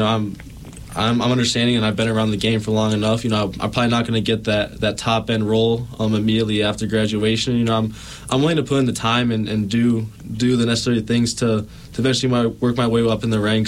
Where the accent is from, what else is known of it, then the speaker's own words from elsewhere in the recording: Muskegon, Michigan, United States; moved away as an adult; now in Virginia, United States; So I'm from Muskegon, Michigan originally.